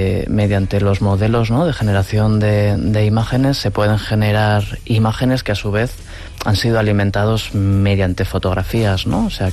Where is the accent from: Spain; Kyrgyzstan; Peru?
Spain; Tudela, Navarre; Y utiliza el skatepark de mi ciudad natal, Tudela.